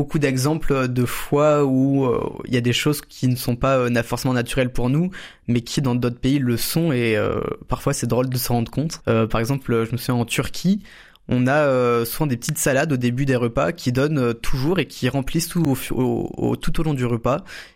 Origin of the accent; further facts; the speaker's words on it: Montpellier, Occitanie, France; also born or lived in Saint-Aunès / Brussels (family origin); je suis né à Montpellier, je vis à Saint-Aunès aujourd'hui, et j'ai fait toute ma scolarité entre Saint-Aunès, où j'étais à l'école élémentaire, et Montpellier, où j'étais au collège et maintenant au lycée